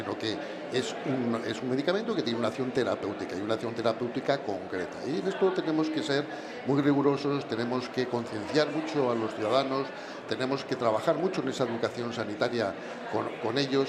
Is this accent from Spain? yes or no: yes; Spain; tenemos que presumir como españoles.